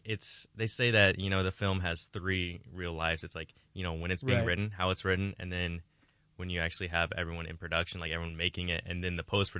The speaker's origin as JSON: {"language": "English", "town": "Colorado Springs", "region": "Colorado", "country": "United States", "said": "I'm from Colorado Springs, Colorado."}